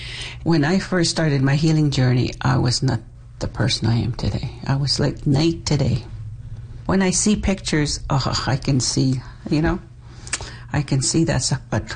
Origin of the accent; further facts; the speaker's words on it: One Arrow, Saskatchewan, Canada; born there; also born or lived in Duck Lake; I'm from the Wolf Clan, from the Cree Nation. I was born in One Arrow, Batosh, Saskatchewan, and I went to the residential school in Duck Lake for 8 years.